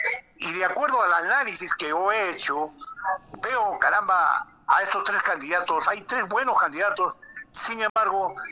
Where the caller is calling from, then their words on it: Apurímac, Peru; mi pueblo Apurímac